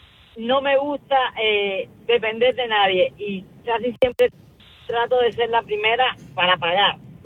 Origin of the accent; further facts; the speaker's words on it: Cuba; moved away; yo soy cubana